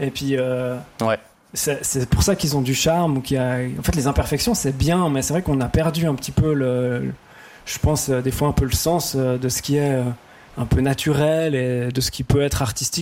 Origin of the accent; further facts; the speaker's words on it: Fribourg, Switzerland; Moi, comme je viens de Fribourg, j'ai la chance de collaborer avec une sorte de fonds de soutien pour des jeunes artistes